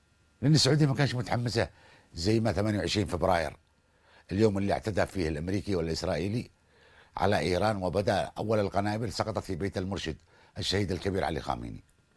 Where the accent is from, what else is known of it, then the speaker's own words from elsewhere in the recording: Yemen; كوننا حيثية يمنية بامتياز